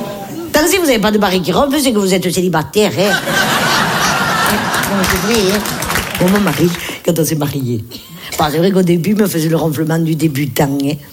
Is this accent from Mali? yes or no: no; Nice, Provence-Alpes-Côte d'Azur, France